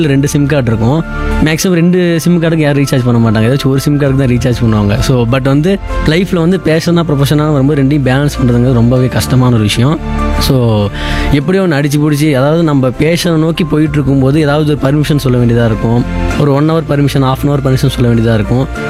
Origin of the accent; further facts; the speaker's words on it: Salem, Tamil Nadu, India; நான் வந்து சேலம் மாவட்டத்தை சேர்ந்தவன். பிறந்ததுலேருந்து எங்கள் தான் சேலம் அம்மாப்பேட்டையில் தான் இருக்கிறேன்.